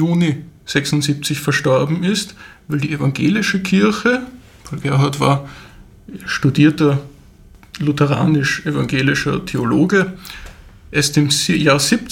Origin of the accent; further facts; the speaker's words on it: Vienna, Austria; born there; Ich wurde 1997 in Wien geboren.